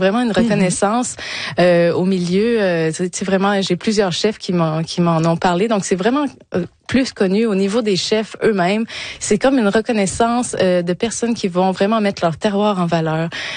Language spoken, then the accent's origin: French; Quebec, Canada; je suis québécoise